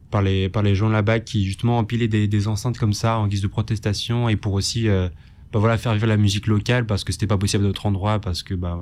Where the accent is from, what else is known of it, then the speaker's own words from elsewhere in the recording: Saint-Hilaire, Auvergne-Rhône-Alpes, France; du village où on a grandi à Saint-Hilaire